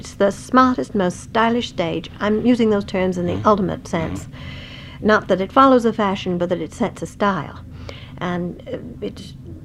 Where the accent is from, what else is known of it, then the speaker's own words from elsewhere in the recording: Los Angeles, California, United States; I grew up in Hollywood, and I loved Hollywood.